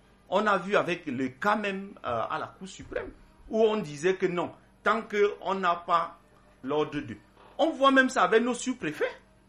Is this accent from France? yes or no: no; Cameroon; je dis en tant que Camerounais.